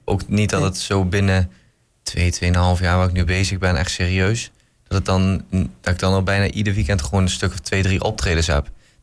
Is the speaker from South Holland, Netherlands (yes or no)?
no; Elst, Gelderland, Netherlands; Ik kom uit Elst, bij Arnhem en Nijmegen.